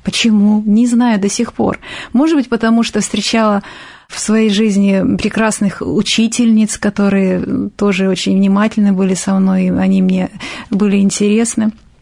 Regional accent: Izmail, Odesa Oblast, Ukraine; У нас был храм в Измаиле

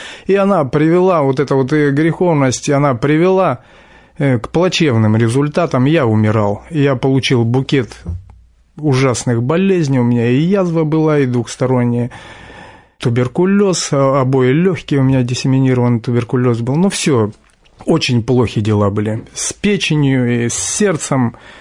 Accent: Chernogorsk, Khakassia, Russia; Сам я из Сибири. Есть такой район, Республика Хакасия. И вот в Черногорском детдоме-интернате я воспитывался, вырос.

